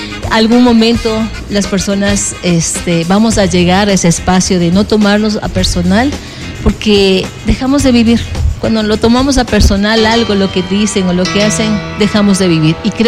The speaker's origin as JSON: {"language": "Spanish", "country": "Ecuador", "said": "ecuatoriana. Yo soy la típica ecuatoriana."}